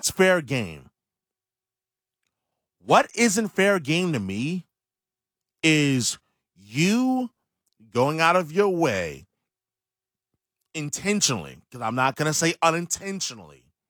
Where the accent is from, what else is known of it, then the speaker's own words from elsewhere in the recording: New York, United States; moved away; growing up in New York.